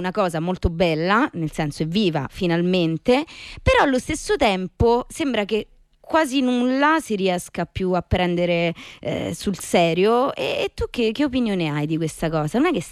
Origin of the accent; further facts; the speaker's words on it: Rome, Lazio, Italy; E io sono di Torre Vecchia, okay